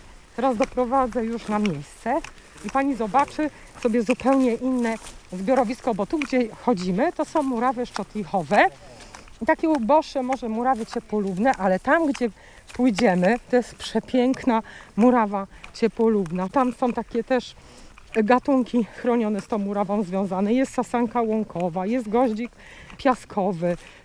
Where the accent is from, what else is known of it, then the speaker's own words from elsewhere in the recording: Silesian Voivodeship, Poland; moved away; Ja jestem z okolic Zawiercia, województwo śląskie.